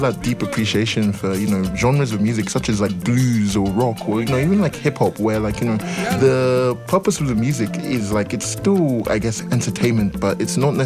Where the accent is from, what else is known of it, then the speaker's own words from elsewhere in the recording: Nigeria; English is a second language; now in United Kingdom; growing up in Nigeria